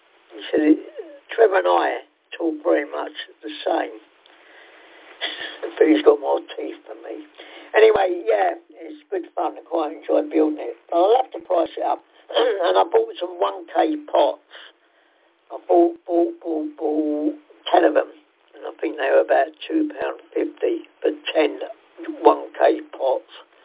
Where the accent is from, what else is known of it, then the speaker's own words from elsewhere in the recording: London, United Kingdom; born there; accent: South London; also born or lived in Hammersmith; I'm a Londoner. I'm born in Kennington, and then moved to Hammersmith and lived in a diabetic hostel.